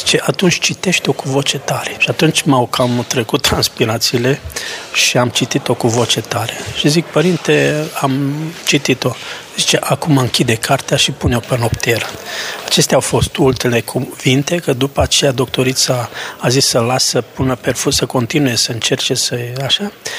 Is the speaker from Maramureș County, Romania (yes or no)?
yes; Mireșu Mare, Maramureș County, Romania; în satul meu natal, de unde și el este, din Mireșul Mare